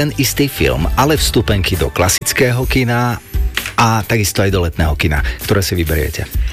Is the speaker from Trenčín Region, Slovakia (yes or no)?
yes; Prievidza, Trenčín Region, Slovakia; Ja som vyrastal v Prievidzi a to je spolu s Bojnicami, to je ako jedno mesto.